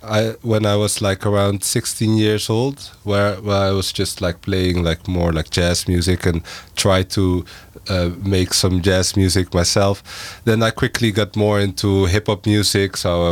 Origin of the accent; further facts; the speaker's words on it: Utrecht, Netherlands; I'm from Utrecht.